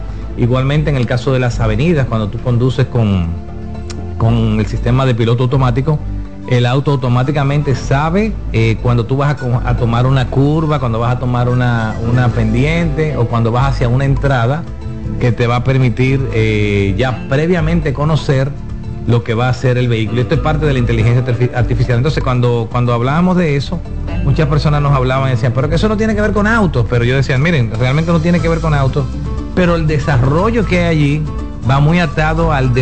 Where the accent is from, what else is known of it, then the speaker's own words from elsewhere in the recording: Dominican Republic; para todos nosotros como dominicanos